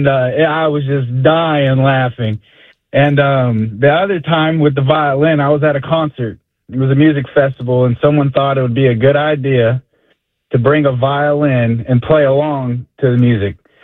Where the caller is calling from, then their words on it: Texas, United States; I'm from Texas